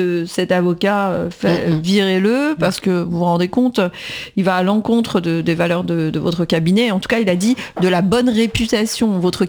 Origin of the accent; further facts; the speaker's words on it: Argenteuil, Île-de-France, France; je suis accompagnée par un ami d'enfance, on a grandi ensemble à Argenteuil, Maître Amida.